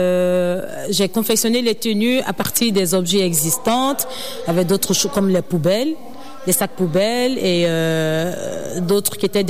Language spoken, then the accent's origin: French; Côte d’Ivoire; now in Belgium